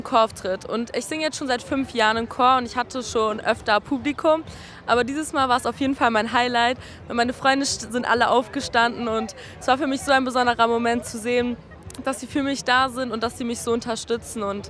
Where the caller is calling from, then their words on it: Hamburg, Germany; ich komme aus Lockstedt